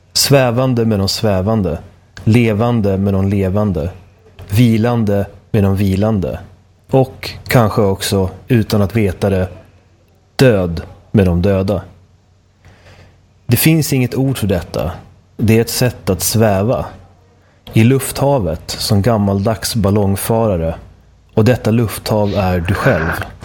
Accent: Västmanland County, Sweden; Nej, det är inte så bara. Jag är också västmanlänning.

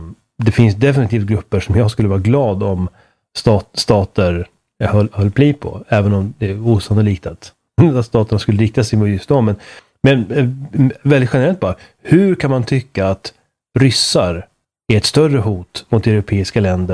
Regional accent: Sweden; som svensk betraktare

